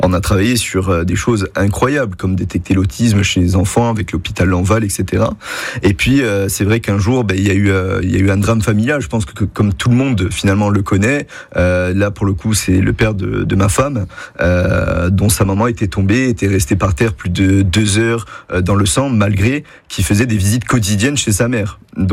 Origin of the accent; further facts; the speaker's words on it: Ajaccio, Corsica, France; je rentre chez moi, à Ajaccio